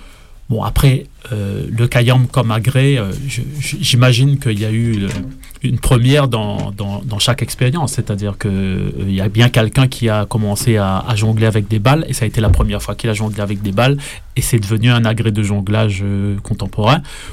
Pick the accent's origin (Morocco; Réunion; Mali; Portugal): Réunion